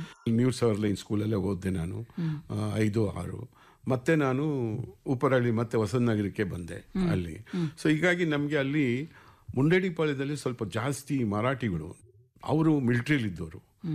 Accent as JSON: {"language": "Kannada", "town": "Bengaluru", "region": "Karnataka", "country": "India", "tie": "born or raised there", "said": "ಮೂಲತಃ ಬೆಂಗಳೂರಿನವರೇ."}